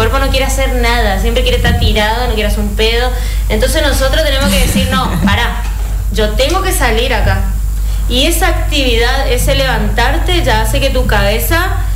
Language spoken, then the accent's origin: Spanish; Argentina; nacimos y crecimos acá en Argentina, en Occidente